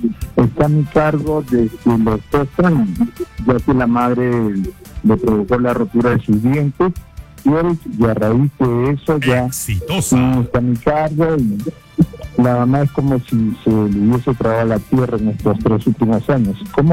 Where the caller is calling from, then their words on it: Huanta, Ayacucho, Peru; Me llamo desde Guanta, Ayacucho.